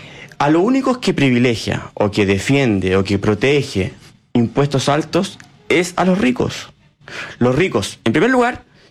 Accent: Chile

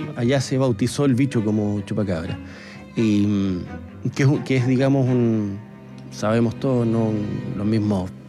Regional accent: Magallanes and Chilean Antarctica, Chile; Yo soy magallánico, pero yo estaba acá. Estaba de vacaciones.

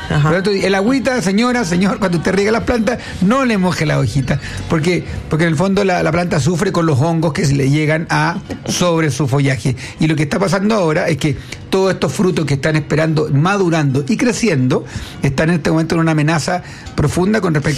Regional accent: Chile; Y la experiencia que tenemos nosotros como agricultores chilenos

